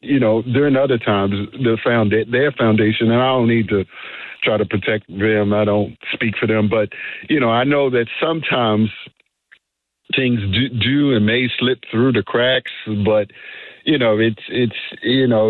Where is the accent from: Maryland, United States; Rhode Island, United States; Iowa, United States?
Maryland, United States; Baltimore; I'm from Baltimore. Like, look, we are like 60 minutes, 30, 40, 50 minutes from D.C.